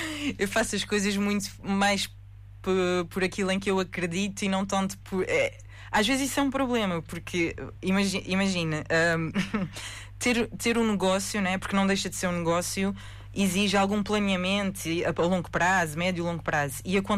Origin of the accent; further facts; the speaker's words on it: Santa Maria, Azores, Portugal; sempre preferi estar na minha terra. Acho que é, eu adoro Santa Maria